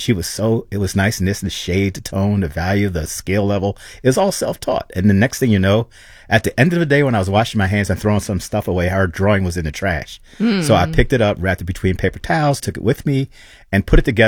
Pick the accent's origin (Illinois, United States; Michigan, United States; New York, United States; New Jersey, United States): New Jersey, United States; I'm from New Jersey where we have beaches and boatwork and sand, but I like home and I like watching people tell stories.